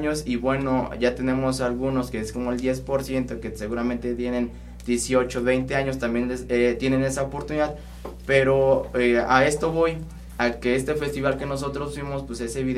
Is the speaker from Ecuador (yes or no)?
no; San Miguel Canoa, Puebla, Mexico; Nosotros estamos en la comunidad, somos de San Miguel Canoa